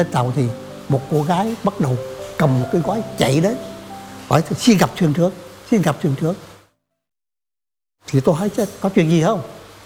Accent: Phú Yên, Vietnam; moved away; là một người con Phú Yên

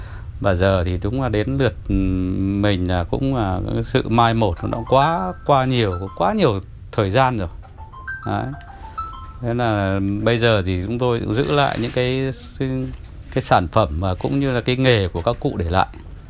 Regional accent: Hanoi, Vietnam; born there

